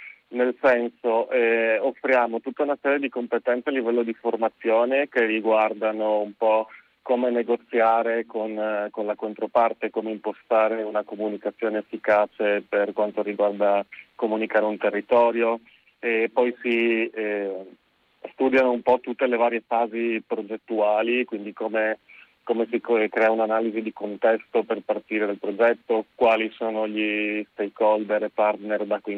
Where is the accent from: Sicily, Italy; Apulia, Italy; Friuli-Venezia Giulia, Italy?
Friuli-Venezia Giulia, Italy; moved away as an adult; sono sempre stato fuori regione, sono friulano, dopo la fine delle superiori sono stato parecchio in giro